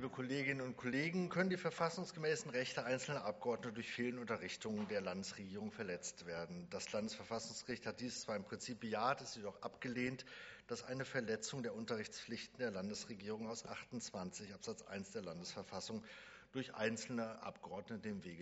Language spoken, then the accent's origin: German; Schleswig-Holstein, Germany; Ich komme zum Beispiel aus Nordfriesland.